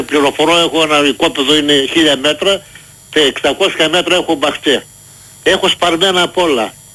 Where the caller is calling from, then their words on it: Ftelia, Eastern Macedonia and Thrace, Greece; Είμαι από τη Φτελιά Δράμας.